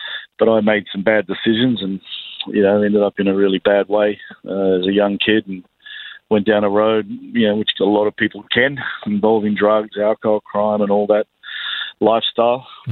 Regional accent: Sydney, New South Wales, Australia; also born or lived in New Zealand; I was actually born in New Zealand, but about 4 days later, my mum and dad moved to Sydney. So I'm a Sydney boy.

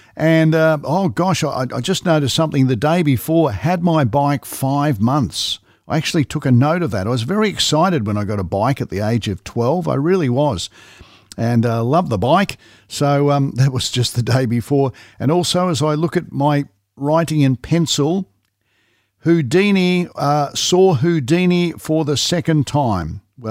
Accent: Melbourne, Victoria, Australia; And that's a few of my memories from this day back when I was 12, growing up in Melbourne.

